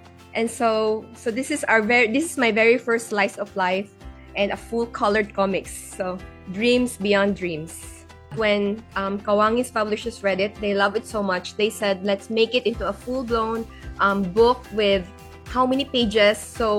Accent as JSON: {"language": "English", "region": "Central Visayas", "country": "Philippines", "said": "Yes, it helps na we're both from Cebu. So we could speak Bisaya in our chat groups."}